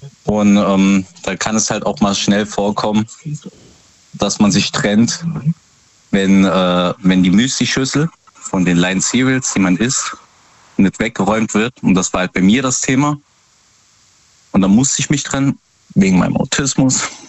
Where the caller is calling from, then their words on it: Kriesdorf, Rhineland-Palatinate, Germany; Ich bin aus Kriesdorf.